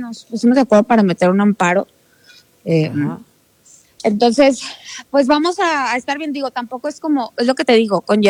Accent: Mexico; lo ignoré como buena mexicana.

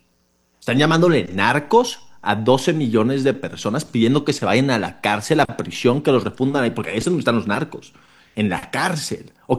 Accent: Mexico; Yo tengo mi pasaporte español, de hecho, tengo un abuelo español. Tengo tres nacionalidades, para los que no sepan, pero yo soy mexicano.

